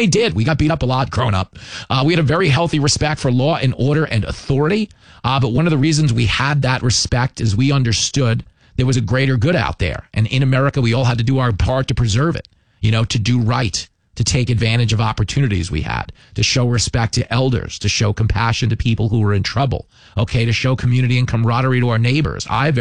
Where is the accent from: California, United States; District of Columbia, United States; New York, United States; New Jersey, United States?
New York, United States; Levittown; Okay, I was raised in Levittown, New York.